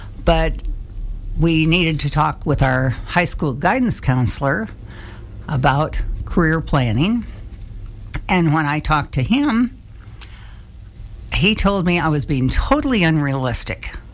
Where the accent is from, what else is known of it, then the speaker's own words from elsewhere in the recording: Aberdeen, South Dakota, United States; also born or lived in Brookings; And then we moved to Aberdeen, South Dakota, and that's where I grew up. I graduated from high school there